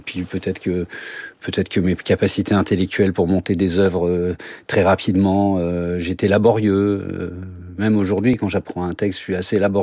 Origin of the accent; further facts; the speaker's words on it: Paris, Île-de-France, France; mon premier professeur, c'était dans mon immeuble où j'ai grandi à Montparnasse, qui s'appelait Madame Gutière.